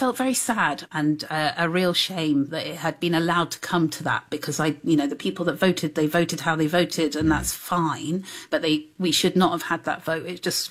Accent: London, United Kingdom; I come from European roots. My dad's side of the family will come from Europe, some of them in the Second World War. And so I've always been brought up as European, British, absolutely, then frankly English and a Londoner, a very important part of the identity.

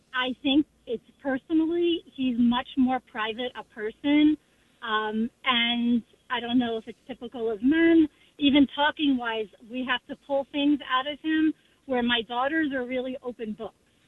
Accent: Cliffside Park, New Jersey, United States; now in Hawthorne, United States; I grew up in Cliffside Park, but I live in Hawthorne now.

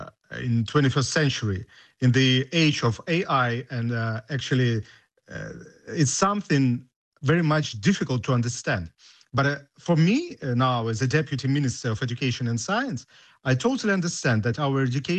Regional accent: Mariupol, Donetsk Oblast, Ukraine; English is a second language; Originally, I'm from Mariupol. They destroyed my city.

